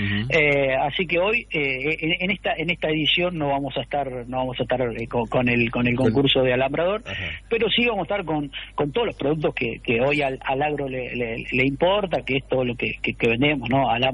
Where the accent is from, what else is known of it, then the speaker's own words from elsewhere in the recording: Jacinto Arauz, La Pampa, Argentina; Mis raíces son de la zona, vengo de Jacinto Arauz, de raíz.